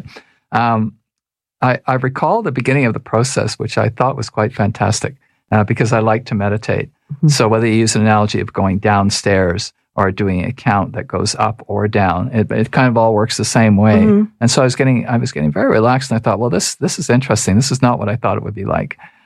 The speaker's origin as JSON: {"language": "English", "town": "Toronto", "region": "Ontario", "country": "Canada", "tie": "born or raised there", "said": "And I was raised in Toronto. This is not a place where I can remember ever being."}